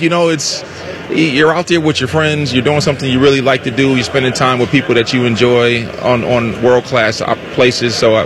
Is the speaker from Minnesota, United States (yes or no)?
yes; Minnesota, United States; Well, I'm from Minnesota, so you know, it's not like growing up in Houston or you know, Dallas or Miami or LA, where you have these like hotbeds of you know, the best athletes in the country.